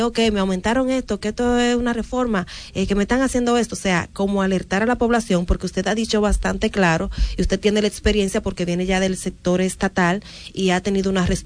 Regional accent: Dominican Republic

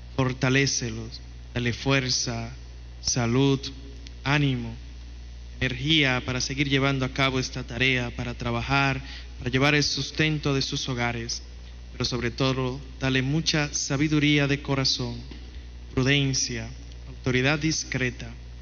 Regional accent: Dominican Republic; Hoy, como pueblo dominicano, celebramos su día.

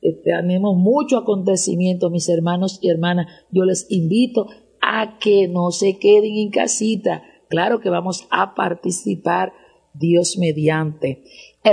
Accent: Dominican Republic

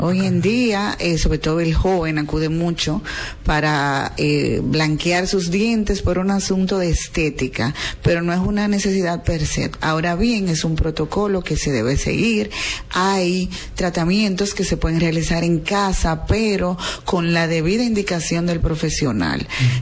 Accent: La Vega, Dominican Republic; ¿por qué si somos de La Vega, verdad, tener que trasladarnos a otro pueblo si la UCATESI te brinda la profesión que tú estás buscando?

